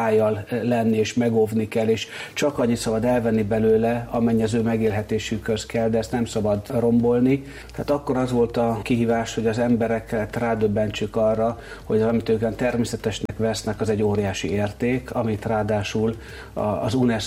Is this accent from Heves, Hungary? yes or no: no; Sopron, Győr-Moson-Sopron, Hungary; ha 25 évvel ezelőtt azt kérdezték volna, hogy ki vagyok, akkor azt mondom, hogy a Soproni vagyok, most viszont már azt mondom, hogy az egész tájhoz tartozom